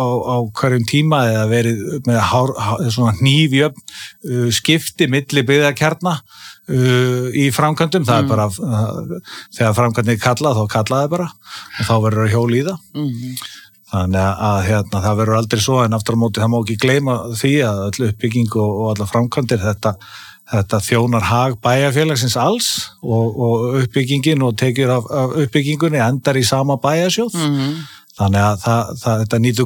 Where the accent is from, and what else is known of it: Sandgerði, Southern Peninsula, Iceland; born or raised there